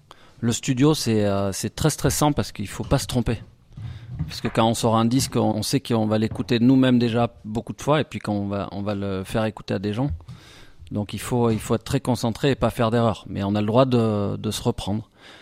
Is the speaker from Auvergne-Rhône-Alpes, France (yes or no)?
yes; Le Puy-en-Velay, Auvergne-Rhône-Alpes, France; J'ai grandi au Puy.